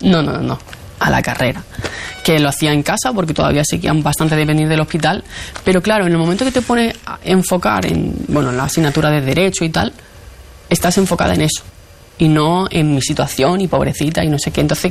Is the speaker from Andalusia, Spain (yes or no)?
yes; Andalusia, Spain; nosotros somos de Andalucía